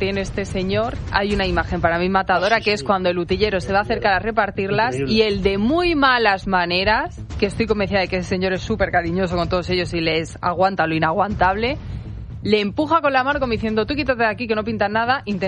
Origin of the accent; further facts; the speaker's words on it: Spain; Vosotros estáis viviendo muy bien en mi país, formáis parte de un club español